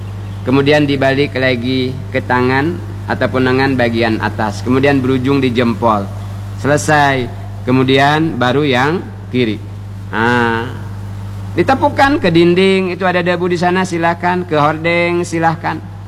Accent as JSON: {"language": "Indonesian", "region": "Bangka Belitung Islands", "country": "Indonesia", "said": "kata kita orang Bangka"}